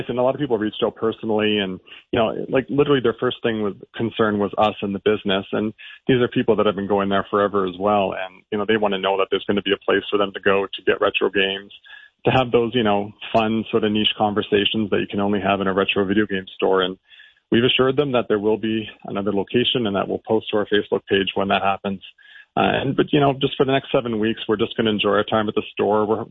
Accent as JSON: {"language": "English", "town": "Ottawa", "region": "Ontario", "country": "Canada", "said": "Yeah, I'm from Ottawa, so I remember the old Hazeldine market, and we've been selling there for 9 years."}